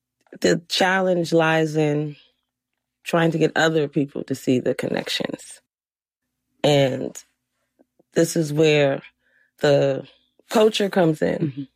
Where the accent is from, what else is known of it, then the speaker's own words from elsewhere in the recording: New York, United States; And especially growing up in New York, because me, it's like New York, that's it.